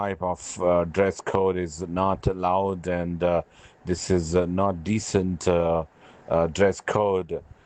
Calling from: Multan, Punjab, Pakistan; from Multan, Punjab, Pakistan.

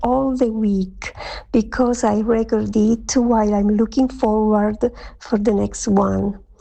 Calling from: Italy; English is a second language; from Italy. I prefer to send you a voice message because I don't feel very confident to speak English. I know you went on a yoga retreat here in Italy in the Marche region.

